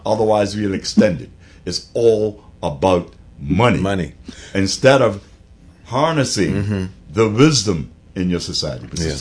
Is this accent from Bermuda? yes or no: yes; Bermuda; We have Bermuda status, every last one of us.